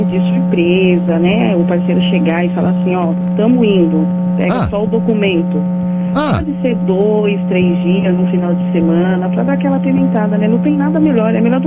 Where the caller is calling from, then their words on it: São Paulo, Brazil; sou da Zona Leste do Jardim Romano.